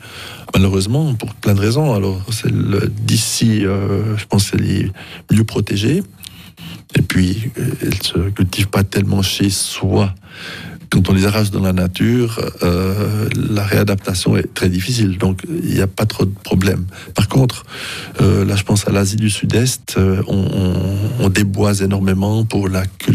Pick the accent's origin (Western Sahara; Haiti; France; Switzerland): Switzerland; Alors oui, comme on l'a dit, là, dans les tourbières, au bois des lattes, Roussagnoli, on en trouve bien sûr aussi dans les Franches-Montagnes